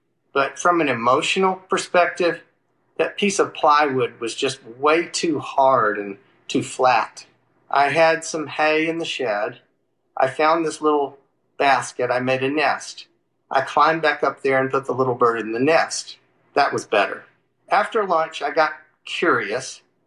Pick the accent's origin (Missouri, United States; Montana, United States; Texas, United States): Texas, United States; Houston; I'm from Houston, Texas. I'm retired now, but until recently, I was professor of behavioral science at the University of Texas MD Anderson Cancer Center.